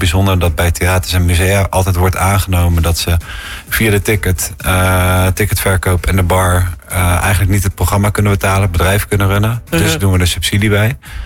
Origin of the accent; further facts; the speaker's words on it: Rotterdam, South Holland, Netherlands; Nou ja, ik kom uit Rotterdam en mijn horizon was al best wel breed.